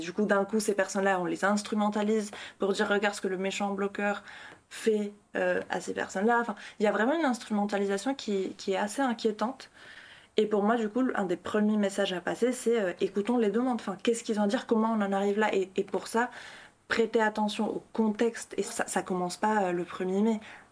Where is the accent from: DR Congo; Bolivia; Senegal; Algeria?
Bolivia; now in France; Je suis bolivienne. J'habite en France.